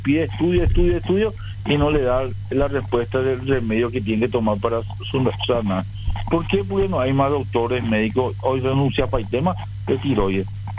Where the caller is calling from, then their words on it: Ciudad del Este, Alto Paraná, Paraguay; Yo soy de Ciudad del Este